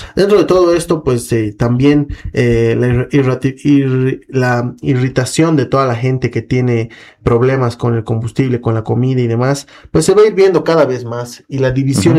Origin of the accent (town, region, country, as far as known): Bolivia